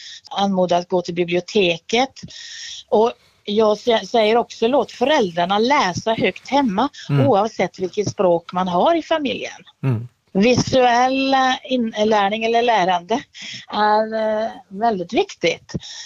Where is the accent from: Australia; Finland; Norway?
Norway; I Norge, där jag kommer ifrån ursprungligen, så har vi ofta två lärarsystem.